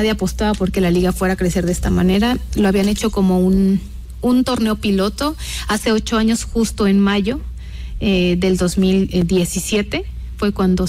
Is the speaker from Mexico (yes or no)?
yes; Irapuato, Guanajuato, Mexico; yo soy originaria de Irapuato, Guanajuato, allá resido